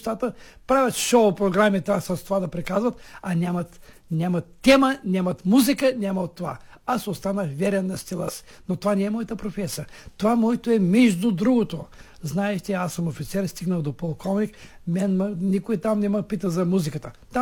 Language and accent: Bulgarian; Varna, Varna Province, Bulgaria; Откъде идваш? Викам от Варна.